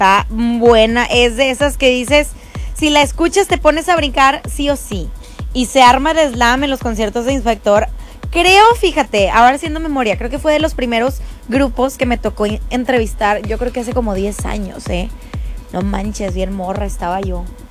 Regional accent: Monterrey, Nuevo León, Mexico; así somos los regios.

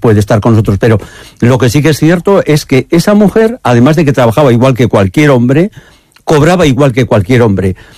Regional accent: Aranda de Duero, Castile and León, Spain; yo, como decía, yo vengo de Aranda de Duero. En nuestra zona solamente había una mujer.

